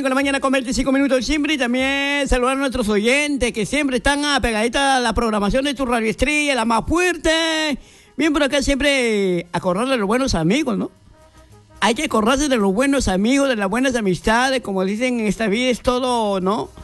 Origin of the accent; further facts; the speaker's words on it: Otuzco, La Libertad, Peru; ricos picochitos que traen de Otuzco, ¿no? De mi tierra, ¿no? De Otuzco, mi tierra querida.